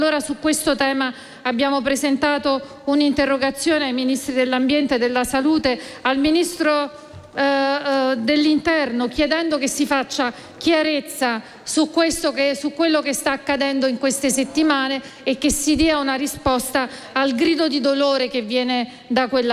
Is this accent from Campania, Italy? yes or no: yes; Campania, Italy; quella che viene chiamata Terra dei Fuochi, che è la mia terra, in particolare nella grande area giulianese aversana e nel litorale Domizio.